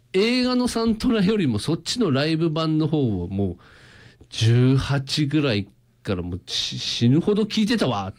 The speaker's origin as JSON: {"language": "Japanese", "region": "Ibaraki", "country": "Japan", "tie": "born or raised there", "said": "地元茨城"}